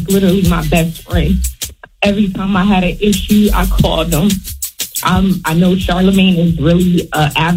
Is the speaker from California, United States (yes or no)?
no; Connecticut, United States; now in North Carolina, United States; I'm from Connecticut, but I reside now in North Carolina.